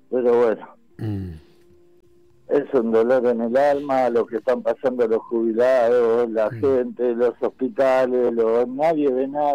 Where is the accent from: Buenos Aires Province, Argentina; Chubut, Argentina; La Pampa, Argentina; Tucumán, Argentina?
Buenos Aires Province, Argentina; La Matanza; De La Matanza. De La Matanza, estoy entre Isidro Casanova y La Ferrer.